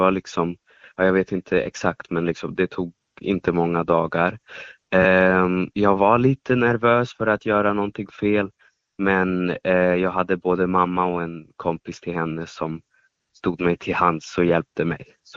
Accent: Germany; born there; Swedish is a second language; Ja, jag är ju född i Tyskland faktiskt.

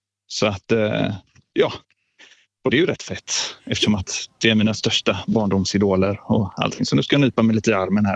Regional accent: Mölndal, Västra Götaland County, Sweden; vi är inte från Göteborg. Vi är från Mölndal, Säve, Kållered och Lindome.

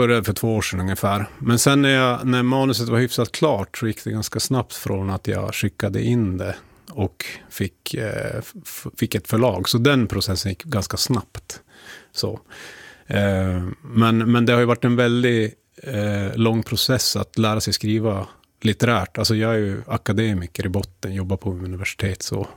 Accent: Norrbotten County, Sweden; accent: Tornedalen dialect; also born or lived in Malmfälten; I Gällivare skulle man liksom prata rikssvenska, så när jag kom från Tornedalen hade jag ganska grov liksom dialekt.

